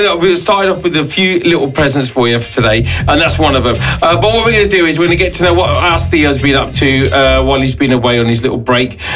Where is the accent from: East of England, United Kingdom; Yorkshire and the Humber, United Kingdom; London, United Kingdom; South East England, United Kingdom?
London, United Kingdom; You know us Londoners, right?